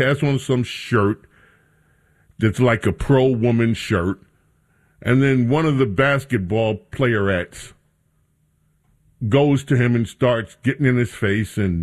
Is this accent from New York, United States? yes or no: yes; New York City, New York, United States; born or raised there